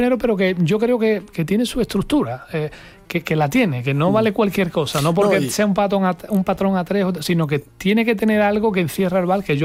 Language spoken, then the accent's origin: Spanish; Huelva, Andalusia, Spain; el genio de mi tierra, de Huelva